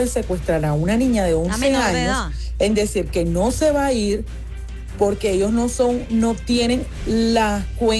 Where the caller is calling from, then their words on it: Galapa, Atlántico, Colombia; Yo vivo en Galapa.